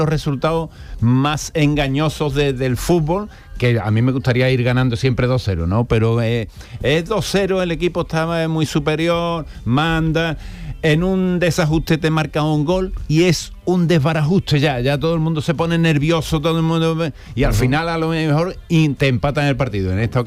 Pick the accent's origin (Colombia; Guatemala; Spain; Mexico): Spain; que estábamos asustados porque somos españoles.